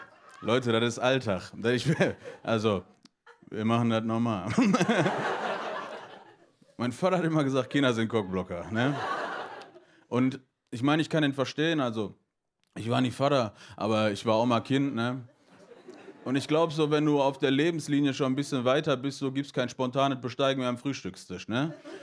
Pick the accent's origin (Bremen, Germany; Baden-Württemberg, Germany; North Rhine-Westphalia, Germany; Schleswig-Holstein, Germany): North Rhine-Westphalia, Germany; Wir sind zwar nicht alle aus dem Ruhrpott, wo ich herkomme, aber wir kommen alle aus NRW.